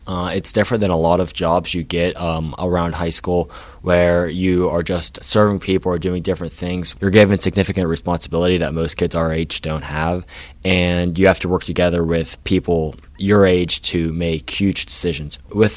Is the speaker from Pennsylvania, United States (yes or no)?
yes; Greensburg, Pennsylvania, United States; I grew up in Greensburg, right near where the courthouse is.